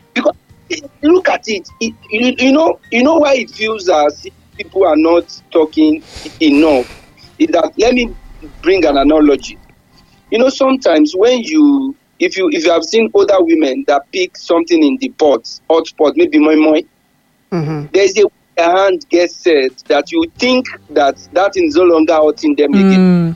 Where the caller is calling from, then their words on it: Ibadan, Oyo, Nigeria; Good morning … from Oluyoje.